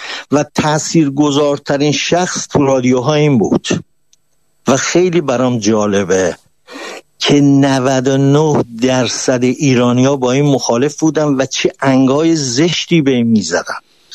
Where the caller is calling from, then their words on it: Karaj, Alborz, Iran; من اهل کرجم، البرزم